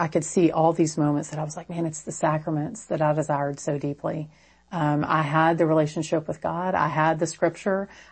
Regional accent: Texas, United States; So, I'm Texan. So it should have a pronunciation guide in there, but, there's an audio book too, if you want to hear that.

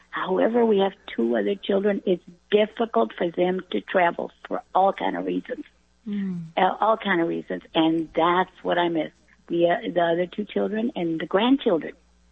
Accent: Texas, United States; And, if I talk funny, well, I'm from Texas. Sorry.

